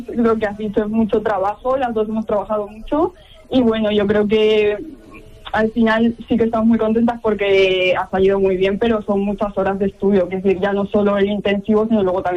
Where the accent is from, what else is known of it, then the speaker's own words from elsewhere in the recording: Albacete, Castilla-La Mancha, Spain; Pues somos de Albacete las dos.